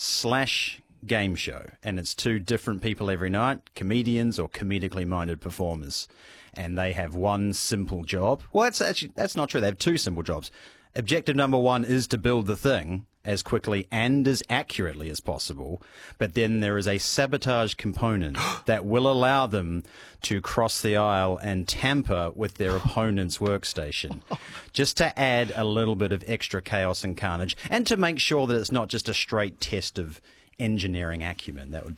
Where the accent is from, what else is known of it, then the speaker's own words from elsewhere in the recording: New Zealand; moved away as an adult; You know, I'm from New Zealand originally, and New Zealand, up until I think maybe 6 months ago, didn't have an IKEA. So I didn't grow up with IKEA being the sort of cultural staple that it is. But then I moved here in 2005 as a fresh-faced 20-year-old